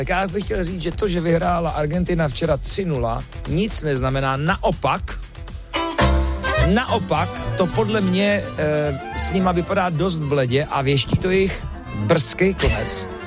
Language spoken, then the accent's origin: Czech; Beroun, Central Bohemian Region, Czechia; já jsem z Berouna, typ sport, vsaď to za barák.